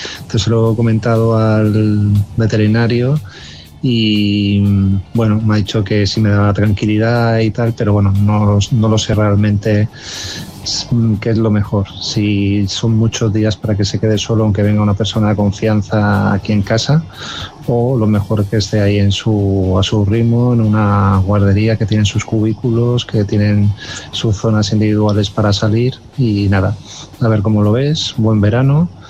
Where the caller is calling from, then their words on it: Palma, Balearic Islands, Spain; de Palma de Mallorca.